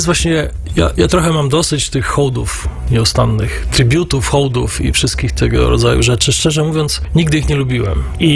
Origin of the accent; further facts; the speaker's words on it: Silesian Voivodeship, Poland; ja pamiętam, że ponieważ jestem ze Śląska, bywałem czasami na dżemach.